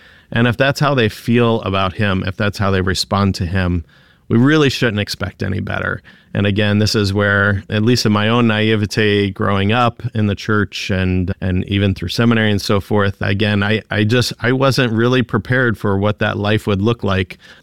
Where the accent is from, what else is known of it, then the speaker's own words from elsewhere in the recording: United States; as being an American there.